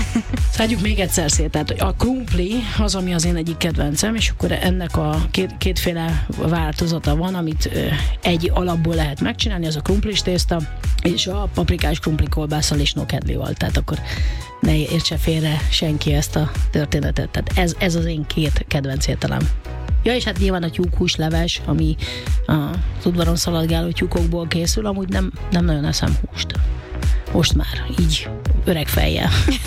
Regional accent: Hungary; born there; én nagyon vidéki gyerek vagyok

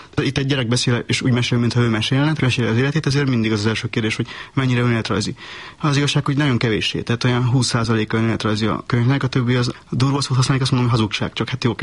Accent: Transylvania, Romania; Ez nem igazán az az erdély, amiben én éltem, hanem egy fiktív erdély.

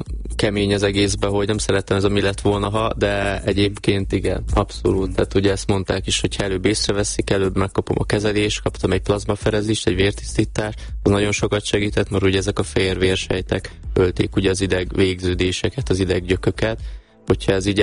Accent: Nagyváty, Baranya, Hungary; ugye a apukám maradt otthon a bátyámmal, ugye Pécs mellett, Nagyvátyon, ugye szülőfalumba

